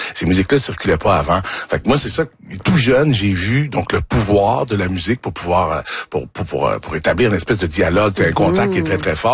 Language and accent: French; Quebec, Canada; Tu sais, moi, j'ai grandi en Mauricie, OK?